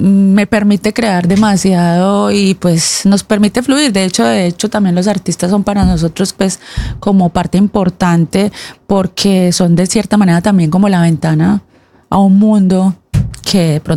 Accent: Pereira, Risaralda, Colombia; now in Norway; Yo soy de Pereira, Colombia. Orgullosamente pereiranita.

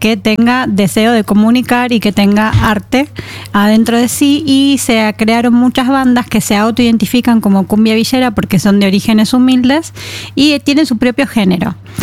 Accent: Buenos Aires, Argentina; Y cuando digo shh, es ya, porque vengo de Buenos Aires.

